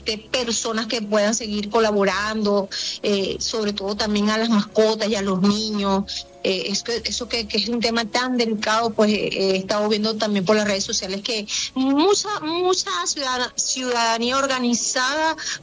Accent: Venezuela; todo lo que nosotros como venezolanos hemos tenido que vivir durante todos estos años

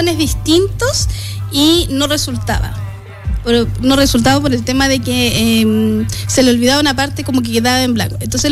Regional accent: Pedro de Valdivia, Antofagasta, Chile; éramos chicos cuando yo vengo de Pedro de Valdivia y cuando llegamos era tal cual como estaba la escenografía.

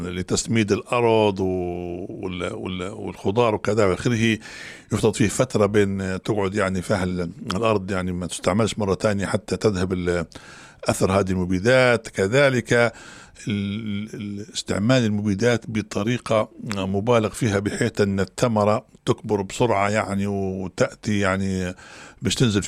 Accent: Libya; وإحنا كنا كليبيين نعرفوا استنزاف الأرض

